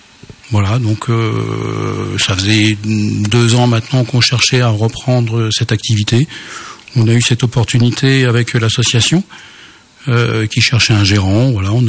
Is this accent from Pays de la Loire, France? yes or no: no; Mulhouse, Grand Est, France; moi je viens de la banlieue de Mulhouse.